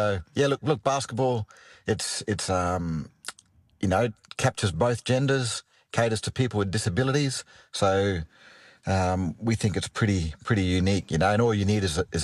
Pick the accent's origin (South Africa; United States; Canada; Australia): Australia; Darwin, Northern Territory; moved away; also born or lived in Sydney; But it was tough because I'm from Darwin, like you said. You know, all my friends played AFL.